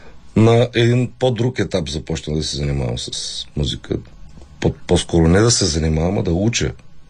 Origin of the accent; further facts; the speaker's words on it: Burgas, Burgas Province, Bulgaria; Аз съм от Бургас, да.